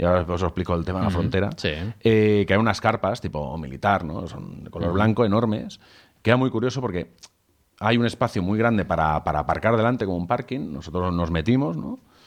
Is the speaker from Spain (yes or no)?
yes; Spain; aquí los únicos que pagamos el pato por el cambio climático o lo que sea somos los gilipollas españoles, ¿no?